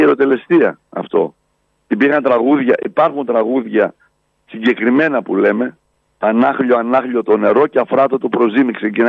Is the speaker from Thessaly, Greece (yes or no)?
no; Palaiokomi, Central Macedonia, Greece; Στο χωριό μου έχει, στην Παλιοκόμη.